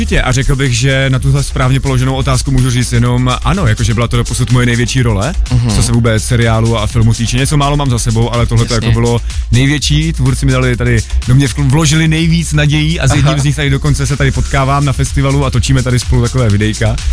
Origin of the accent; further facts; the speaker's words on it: Uherský Brod, Zlín Region, Czechia; jako možná slyšíš tom, že jak mluvím takhle spisovně, tak jsem tady hezky za kopcem se narodil, no. Já jsem z Uherského Brodu původně.